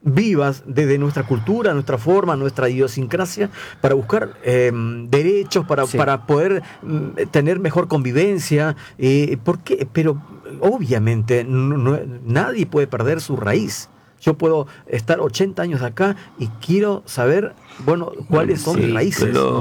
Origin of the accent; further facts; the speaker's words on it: Peru; now in Argentina; Saben la gente que no soy argentino, que soy de la comunidad peruana. Yo soy peruano y que nosotros somos poquitos.